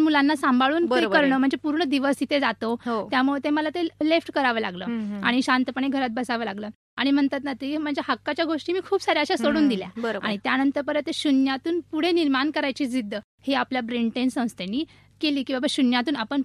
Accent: Mumbai, Maharashtra, India; moved away as an adult; now in Sangli, India; मी मूळच्या मुंबईची आहे. मुंब्रा इथे माझं पूर्ण शिक्षण झालेलं आहे.

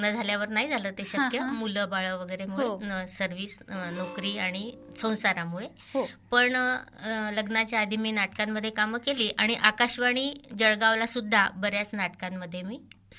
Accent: Buldhana, Maharashtra, India; मी मूळची बुलढाण्याची.

